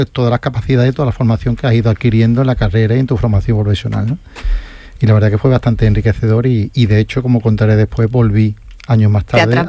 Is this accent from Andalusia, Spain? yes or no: yes; Seville, Andalusia, Spain; now in Cádiz, Spain; Entonces me enviaron, yo soy de Sevilla, me enviaron a Cádiz